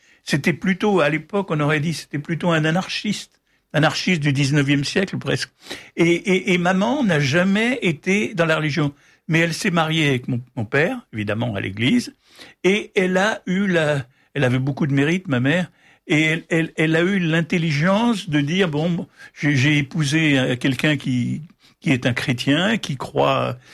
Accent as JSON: {"language": "French", "town": "Paris", "region": "Île-de-France", "country": "France", "said": "Non, j'étais parisien, j'allais dans l'Aveyron pour les petites vacances."}